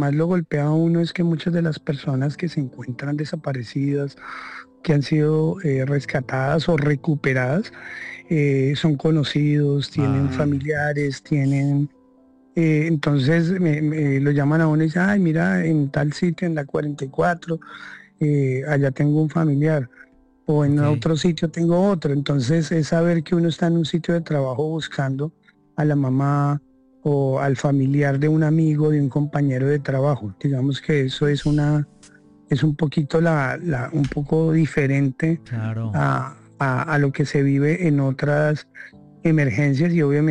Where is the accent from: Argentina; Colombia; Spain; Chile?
Colombia; Bogotá